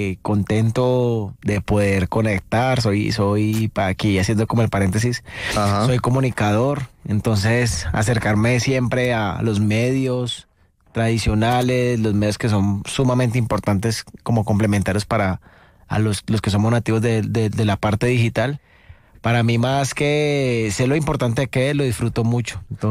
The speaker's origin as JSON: {"language": "Spanish", "town": "Cali", "region": "Valle del Cauca", "country": "Colombia", "tie": "born or raised there", "said": "Yo soy del sur de Cali. Desde el barrio Limonar, pues viví muy pequeño en el norte, pero fue pasajero. Y ya radicado en el sur de Limonar, y ahí ya fuimos yéndonos un poquito más para el sur."}